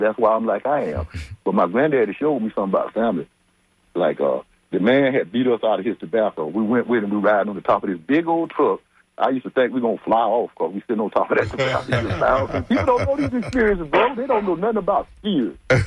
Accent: United States; I was born in Thomas County. I know. Okay. I grew up there.

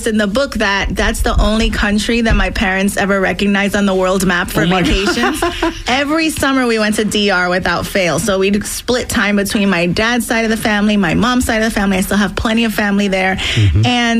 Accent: Brooklyn, New York, United States; Well, I was born in Brooklyn, New York, mm-hmm. and I grew up in the early 90s in a very, what I would describe as a very Dominican building. I grew up in the Crown Heights neighborhood of Brooklyn

